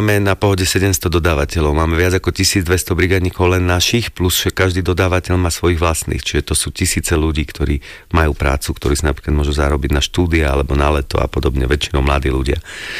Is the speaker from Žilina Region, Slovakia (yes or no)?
no; Trenčín, Trenčín Region, Slovakia; Ja som z Trenčína